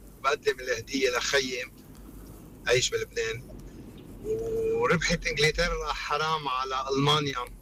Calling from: Paris, Île-de-France, France; من باريس.

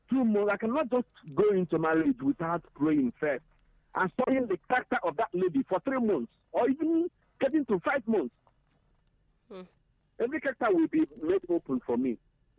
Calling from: Anambra, Nigeria; I'm calling from Anambra.

